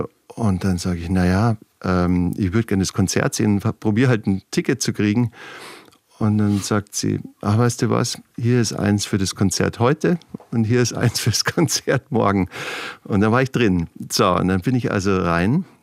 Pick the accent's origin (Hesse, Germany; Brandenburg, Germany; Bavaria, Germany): Bavaria, Germany; Munich; also ich bin in München groß geworden